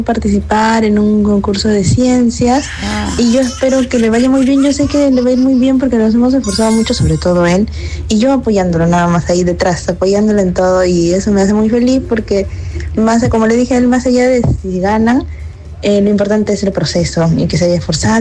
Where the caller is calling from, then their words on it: Ancash, Peru; de Payasca, Ancash.